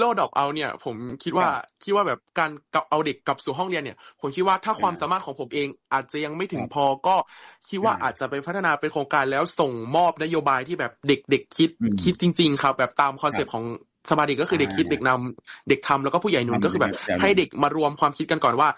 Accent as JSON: {"language": "Thai", "region": "Isan", "country": "Thailand", "said": "ผมเองครับแบบรากฐานเดิมมาจากจังหวัดนึงครับเป็นจังหวัดในทางอีสานตอนใต้เนาะ"}